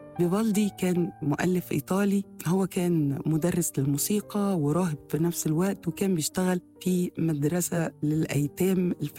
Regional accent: Egypt; إحساسنا احنا كمصريين

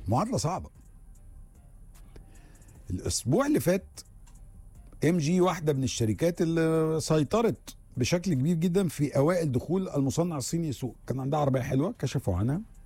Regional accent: Egypt

